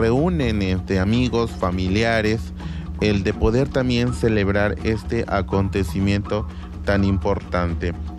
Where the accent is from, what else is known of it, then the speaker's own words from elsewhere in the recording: Mexico; a nosotros como mexicanos nos debe de llenar de orgullo